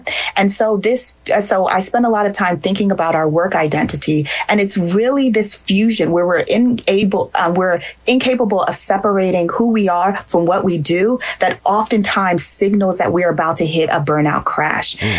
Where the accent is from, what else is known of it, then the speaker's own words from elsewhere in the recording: Nigeria; And I'm also a Nigerian, so I have to shout out, because yesterday was Nigerian Independence Day.